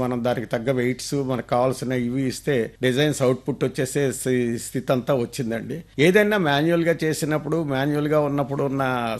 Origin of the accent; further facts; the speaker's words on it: Mungandagraharam, Andhra Pradesh, India; మా స్వగ్రామం తూర్పుగోదావరి జిల్లా అంబాజీపేట సమీపంలోని పండిత జగన్నాథరాయల స్వగ్రామమైన ముంగండగ్రహారం అండి.